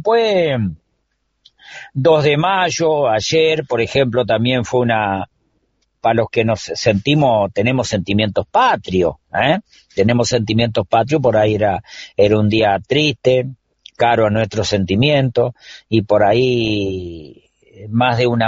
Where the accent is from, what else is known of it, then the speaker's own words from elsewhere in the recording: Entre Ríos, Argentina; moved away; Yo salí de Entre Ríos el 16 de julio del 79 por 20 días a hacer una changa en Santa Fe, y de ahí me voy a Buenos Aires